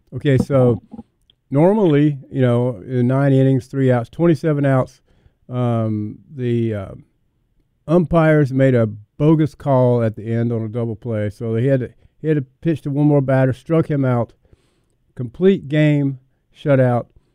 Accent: North Carolina, United States; born there; also born or lived in Alabama; I grew up in North Carolina

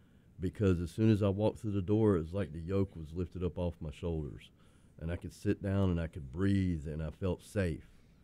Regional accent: North Carolina, United States; also born or lived in Los Angeles, United States; now in Arizona, United States; I'm from the Far East. I'm from the Appalachian Mountains of North Carolina

